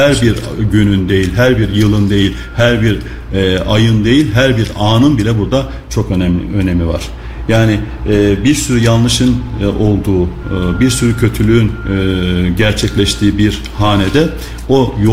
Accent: Marmaris, Muğla, Turkey; born there; Şimdi benim Muğla Marmaris doğumluyum.

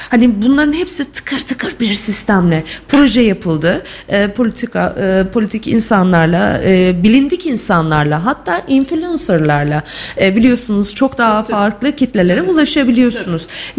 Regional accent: Sivas, Turkey; Ben Kayseri'de de görüyorum. Ben Sivaslıyım mesela.

